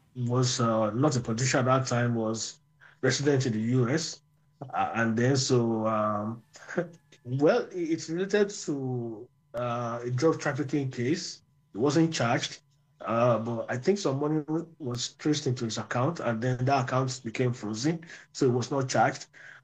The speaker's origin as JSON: {"language": "English", "country": "Nigeria", "said": "I'm a Nigerian journalist."}